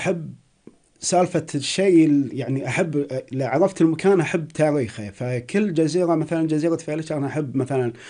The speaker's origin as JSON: {"language": "Arabic", "country": "Kuwait", "said": "عندنا بالكويت"}